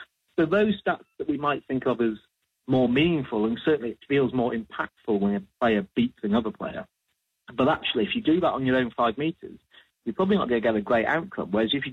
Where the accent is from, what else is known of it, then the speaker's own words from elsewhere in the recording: Wales, United Kingdom; As a Welshman myself, these are two games I pay particular attention to.